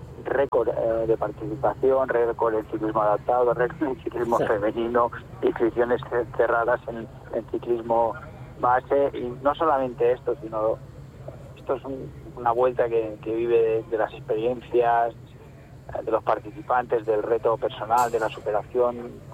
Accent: Ibiza, Balearic Islands, Spain; igual que somos los ibicencos y la gente de Ibiza

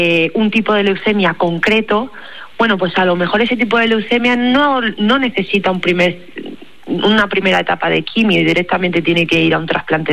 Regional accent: Cáceres, Extremadura, Spain; accent: Extremaduran; no sé si lo has notado por mi acento, pero soy extremeña, soy de Cáceres.

